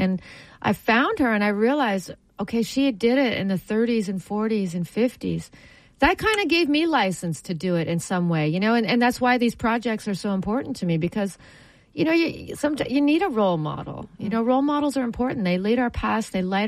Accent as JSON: {"language": "English", "town": "Ottawa", "region": "Ontario", "country": "Canada", "tie": "born or raised there", "said": "Well, I'm from Ottawa, Canada. The capital of Canada. And it's a beautiful town in Ontario. Beautiful in the Ottawa Valley. It's a gorgeous area. And, that's where I grew up."}